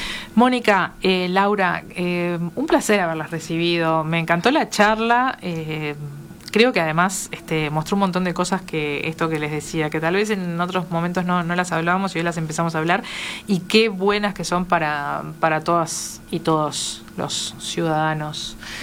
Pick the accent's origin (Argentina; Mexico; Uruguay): Uruguay